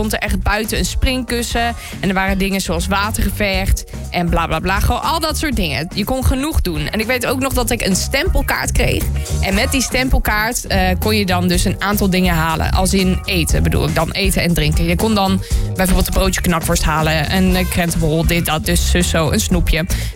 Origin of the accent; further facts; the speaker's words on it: Netherlands; als Nederlanders